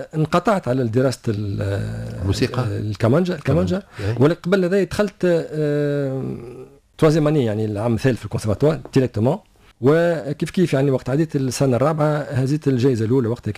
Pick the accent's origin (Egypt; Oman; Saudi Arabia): Saudi Arabia; Hejaz; انا اصلا من الحجاز يعني